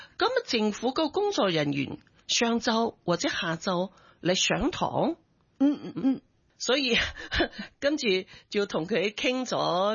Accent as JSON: {"language": "Cantonese", "country": "Hong Kong", "said": "我哋香港人"}